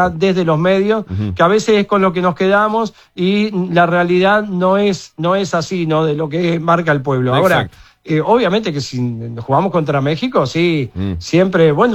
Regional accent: Uruguay

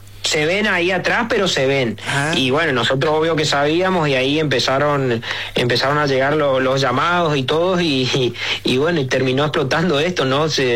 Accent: Argentina; Nosotros como latinos, o sea, como argentinos más que nada, viste que nosotros, no sé, nos levantamos el domingo, preparamos los matecitos, prendemos el fuego

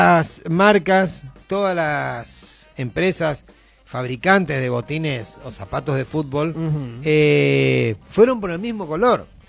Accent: Argentina; nosotros, como somos argentinos

